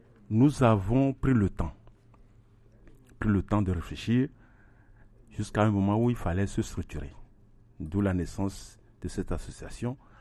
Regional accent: Togo; born there; moved away as an adult; also born or lived in Germany / France; now in Lomé, Togo; Je suis né au Togo. J'ai quitté le Togo quand j'avais 23 ans.

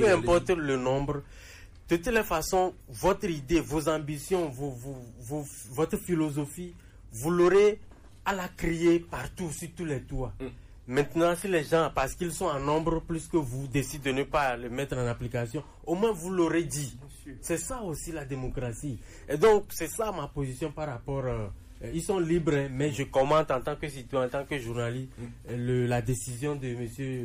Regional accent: Togo

